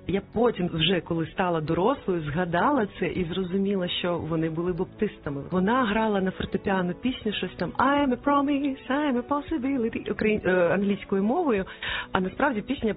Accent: Kyiv, Ukraine; Я народилася в Києві. В звичайній родині мама викладала в університеті, тато працював в правоохоронних органах. Я навчалася в школі, в українській

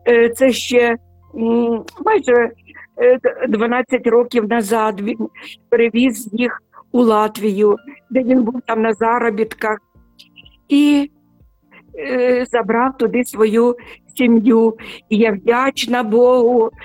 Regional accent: Sumy, Sumy Oblast, Ukraine; Це наш Максим, який зараз захищає наше рідне місто Суми.

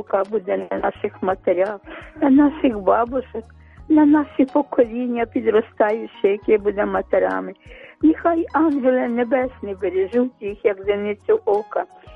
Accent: Kyiv, Ukraine; я з Оболоні, з Києва.

